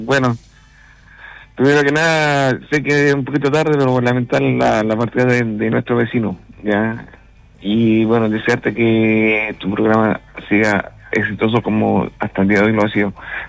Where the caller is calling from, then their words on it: Chile; me da mucha vergüenza como chileno